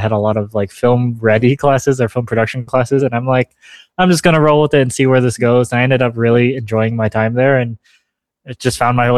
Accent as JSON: {"language": "English", "town": "Albuquerque", "region": "New Mexico", "country": "United States", "tie": "born or raised there", "said": "I was born in Albuquerque. My parents are originally from Vietnam, but I was born here in Albuquerque, so born and raised."}